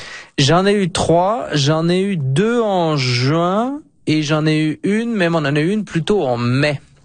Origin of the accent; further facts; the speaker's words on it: Normandy, France; moved away; je suis originaire de la Normandie et je suis retourné en Normandie, en Bretagne, qui sont censées être des régions plus fraîches que le sud de la France.